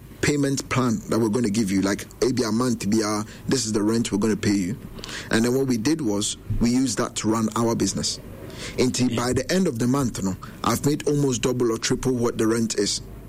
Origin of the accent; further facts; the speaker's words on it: Ghana; now in London, United Kingdom; I'm originally from Ghana.